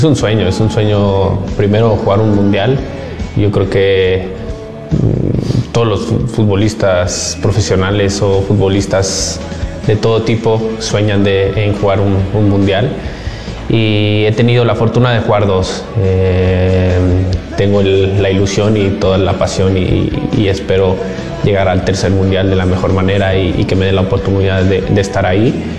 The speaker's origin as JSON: {"language": "Spanish", "country": "Mexico", "said": "el mundial en mi país"}